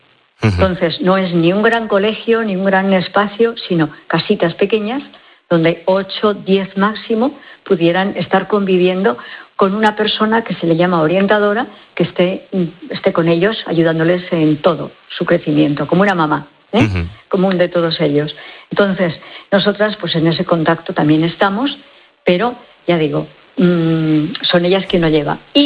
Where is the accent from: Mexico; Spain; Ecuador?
Spain; Bañares, La Rioja; now in El Salvador; Pues una de Logroño, como soy yo, soy de Bañares, ¿eh?